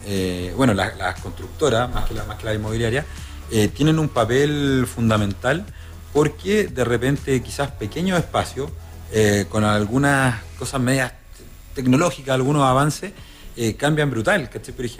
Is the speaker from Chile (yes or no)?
yes; Chile; uno como chileno debería sentirse orgulloso